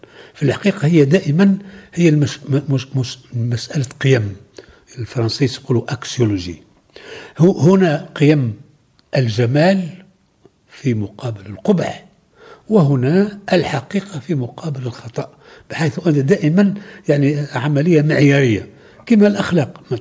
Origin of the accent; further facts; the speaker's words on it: Tunisia; أنا أول تونسية